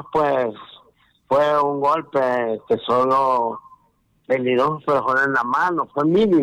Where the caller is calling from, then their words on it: Honduras; de la Miramesur.